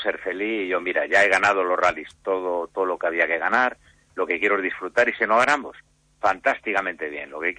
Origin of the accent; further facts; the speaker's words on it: Asturias, Spain; also born or lived in Galicia; No, que va, yo soy asturiano.